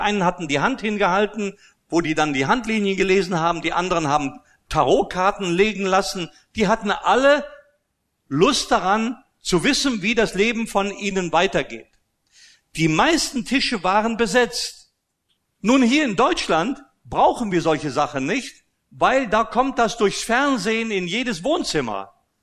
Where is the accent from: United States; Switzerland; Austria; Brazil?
Austria; born or raised there